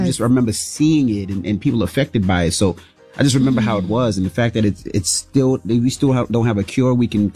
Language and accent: English; New York, United States; Because I just remember how me growing up in New York, I know it might be different for everybody, but I felt like it hit New York so heavy.